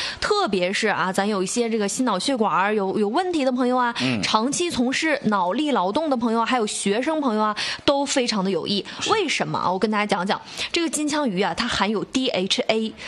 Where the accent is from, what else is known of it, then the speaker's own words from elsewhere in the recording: Northeast China, China; 你看咱们东北人吃东西怎么样，重油重盐。